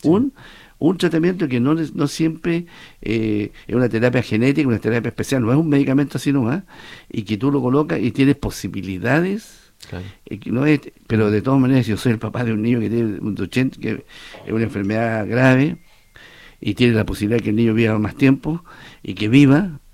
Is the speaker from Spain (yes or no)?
no; Chile; now in Osorno, Chile; yo tengo derecho como chileno de exigir lo mejor. Si en este momento hay una enfermedad que estoy aquí en Osorno